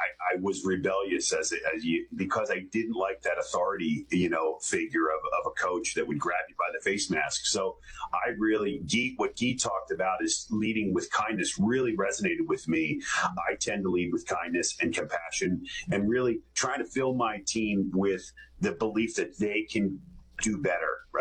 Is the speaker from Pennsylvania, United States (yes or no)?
yes; Lansdale, Pennsylvania, United States; Yeah, I grew up here in Lansdale. Still have my company here. I am the youngest of four, three older sisters.